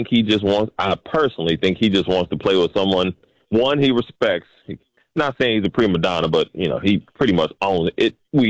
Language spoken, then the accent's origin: English; New York, United States; I'm from New York.